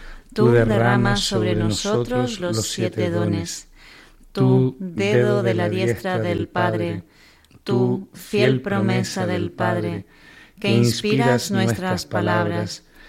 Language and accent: Spanish; Chile; moved away; also born or lived in England; yo soy chileno, de padre y madre chileno. La verdad que también tuve un nacimiento también un poquillo particular porque yo nací también en Inglaterra.